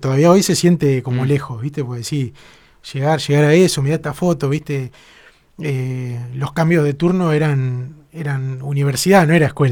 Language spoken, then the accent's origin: Spanish; Saavedra, Buenos Aires Province, Argentina; somos los dos del mismo lugar, que somos los dos de Saavedra.